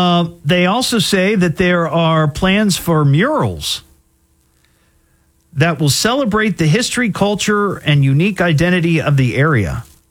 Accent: Beavercreek, Ohio, United States; But, you know, I grew up in Beaver Creek. So the mall that I primarily went to with my friends, my mom and dad, whoever, was the Dayton Mall.

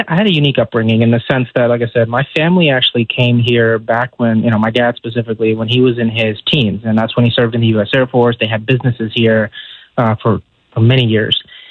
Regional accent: United States; I grew up in the United States.

